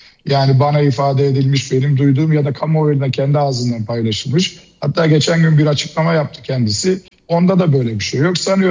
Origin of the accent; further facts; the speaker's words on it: Izmir, İzmir, Turkey; Evet, şimdi ben doğma büyüme İzmirliyim.